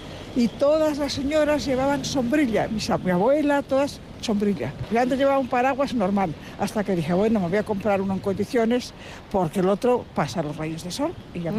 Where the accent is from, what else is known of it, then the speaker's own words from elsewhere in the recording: Salamanca, Castile and León, Spain; moved away; Yo soy de Salamanca, en principio, y yo recuerdo de niña